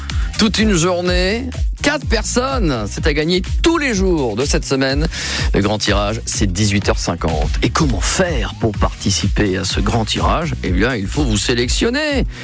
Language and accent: French; France; chez nous en France